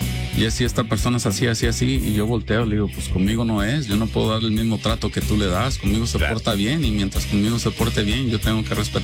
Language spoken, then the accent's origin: Spanish; Mexico; como mexicanos decimos algo y muchos nos apoyamos